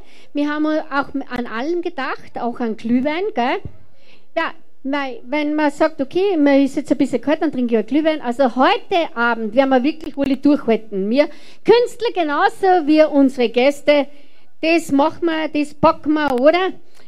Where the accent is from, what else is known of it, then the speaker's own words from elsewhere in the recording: Austria; wir Österreicher können auch Luzern, gell?